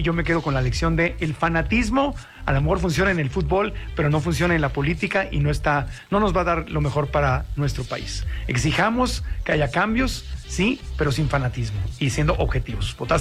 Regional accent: Mexico; born there; Y sí, te lo dice alguien que tiene la doble nacionalidad. O sea, tengo pasaporte mexicano y tengo pasaporte estadounidense. Obvio, nací en México y soy mexicano.

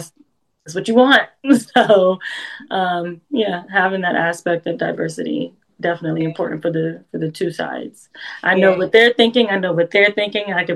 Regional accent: Jamaica; also born or lived in United States; That I'm Jamaican and American.

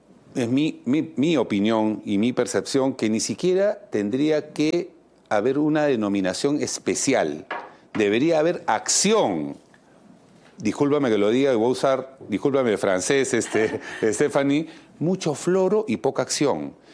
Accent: Peru; como ciudadano, como peruano, como un líder político

